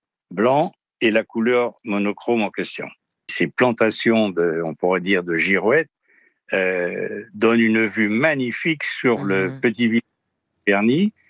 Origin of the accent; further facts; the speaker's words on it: Paris, Île-de-France, France; je suis parisien et c'était très difficile à l'époque, c'est-à-dire début des années 60.